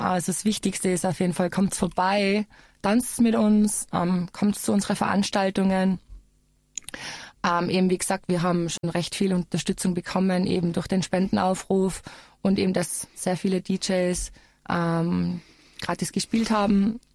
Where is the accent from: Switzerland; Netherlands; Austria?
Austria; Also genau das ist eben das Problem bei uns in Österreich, dass einfach Clubkultur bei uns nicht so angesehen wird wie jetzt zum Beispiel in Berlin.